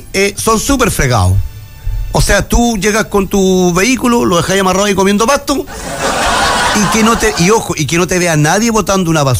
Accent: Antofagasta, Chile; soy de Antofagasta.

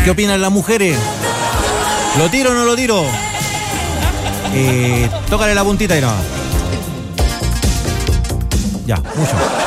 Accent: Puerto Rico; Puertorriqueño. Mira, coterráneo mío este. Yo también soy caribeño, igual

